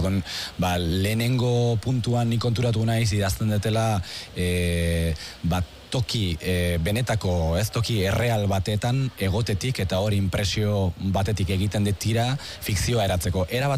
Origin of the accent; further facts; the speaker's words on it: San Sebastián, Basque Country, Spain; ni Donostiarra naiz, orduan nere kuadria guztia zegoen